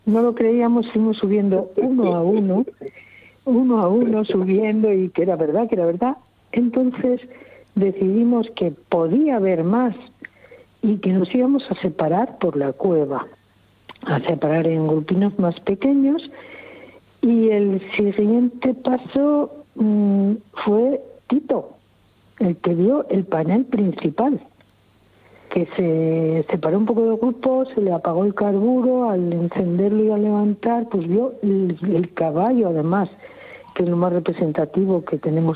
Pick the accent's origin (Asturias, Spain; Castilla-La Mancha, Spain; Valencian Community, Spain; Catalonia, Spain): Asturias, Spain; Infiesto; Eran casi todo el grupo era de Oviedo, menos los dos, los sellanos, y yo que soy, de Infiesto.